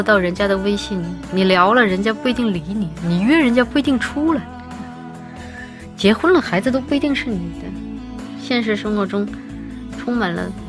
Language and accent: Chinese; London, United Kingdom; 还笑我的英语口音，从小伦敦郊区长大的。